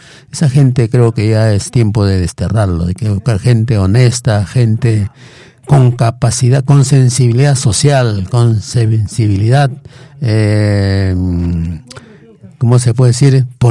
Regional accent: Tauca, Ancash, Peru; Uno de niño, pues en Tauca

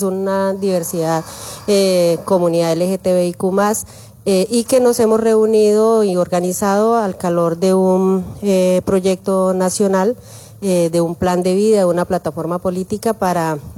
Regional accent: Colombia; yo vengo de Colombia

